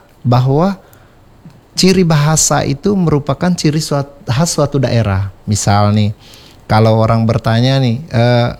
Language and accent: Indonesian; Palembang, South Sumatra, Indonesia; Kita orang Palembang punya ciri khas gitu.